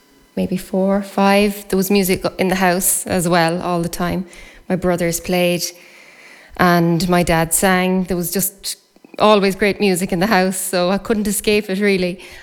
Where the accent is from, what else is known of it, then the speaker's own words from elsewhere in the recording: Ireland; from Crumpon and Ackle.